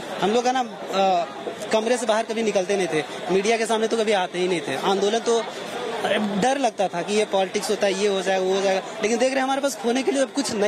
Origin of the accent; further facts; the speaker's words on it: Jharkhand, India; first language Khortha; Hindi is a second language; हमारा मातृभाषा खुरठा है, मैं यहाँ का मूलवासी हूँ